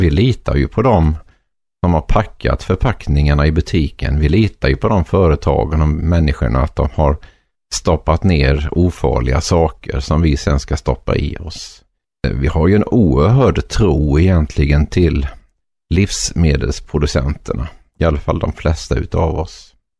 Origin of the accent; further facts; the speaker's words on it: Småland, Sweden; Jag kommer ju från Småland och det hörs väl troligen.